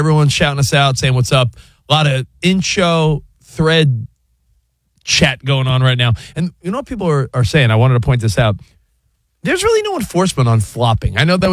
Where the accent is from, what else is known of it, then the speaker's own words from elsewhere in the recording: East Coast, United States; Maybe because we're from the East Coast, but I don't know.